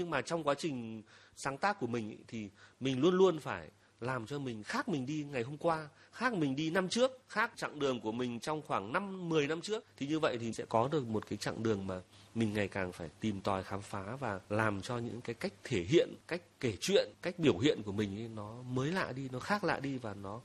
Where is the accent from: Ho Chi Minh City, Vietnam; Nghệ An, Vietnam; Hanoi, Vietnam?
Hanoi, Vietnam; Ha Dong; tôi lại sinh ra và lớn lên ở thị xã Hà Đông, là một cái không gian mà nó cũng nửa quê, nửa phố, mà là cũng là một cái vùng tiêu biểu giao thoa giữa những cái vùng văn hóa của xứ Đoài và xứ Sơn Nam Thượng, và cận kề đó là Thăng Long.